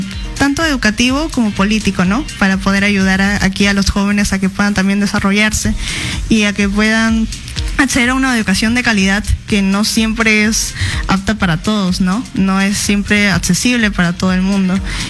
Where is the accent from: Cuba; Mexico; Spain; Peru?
Peru; Peruanos, somos muchas chicas